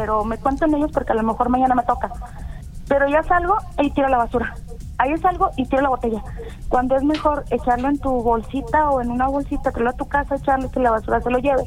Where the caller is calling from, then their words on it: Mexico; Pero como buenos mexicanos